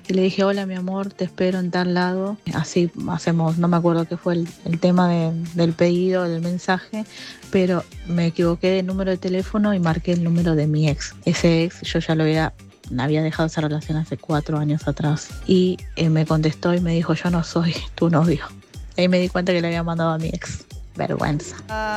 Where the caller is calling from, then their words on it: Buenos Aires, Argentina; de Capital Federal.